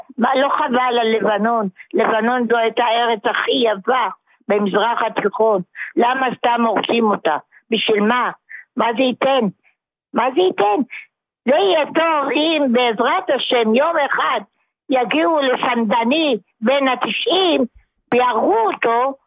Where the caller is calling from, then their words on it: Holon, Tel Aviv District, Israel; אני מחולון.